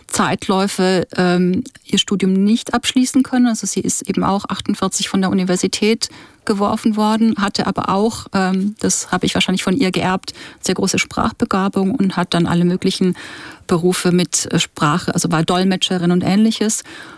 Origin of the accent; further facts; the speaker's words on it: Baden-Württemberg, Germany; born there; first language Czech; German is a second language; also born or lived in Czechoslovakia; Also wir haben in einer kleinen Stadt in der Nähe von Heidelberg gewohnt